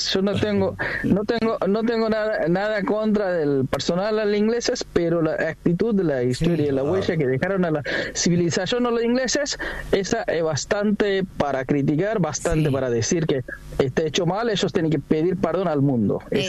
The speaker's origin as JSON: {"language": "Spanish", "country": "Bangladesh", "moved": "yes", "lives_now": "Argentina"}